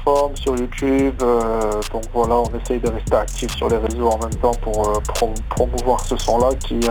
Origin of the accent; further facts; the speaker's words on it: Nice, Provence-Alpes-Côte d'Azur, France; je viens du sud, de Nice exactement.